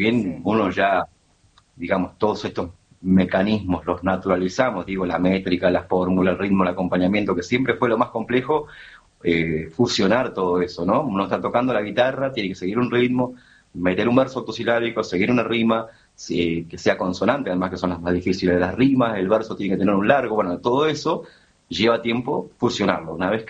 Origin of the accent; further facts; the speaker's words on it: San Vicente, Buenos Aires Province, Argentina; Vicente, provincia de Buenos